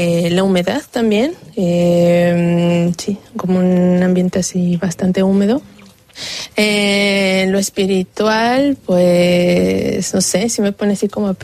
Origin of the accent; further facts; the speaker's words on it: Mexico; Soy mexicana, entonces pues todo eso como que sí le encuentro mucho sentido